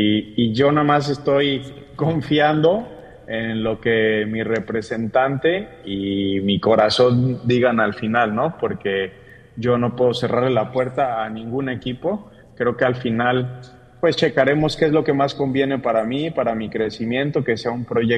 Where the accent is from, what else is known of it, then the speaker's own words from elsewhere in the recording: Mexico; now in Colombia; también tengo ahí otra posible opción en mi país, en México, sí.